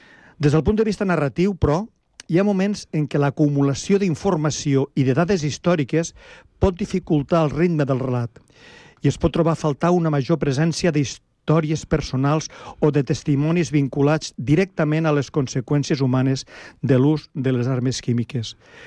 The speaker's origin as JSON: {"language": "Catalan", "town": "Flix", "region": "Catalonia", "country": "Spain", "said": "i jo sóc de Flix, i quan he sentit això m'ha quedat una mica de pasta de moniato"}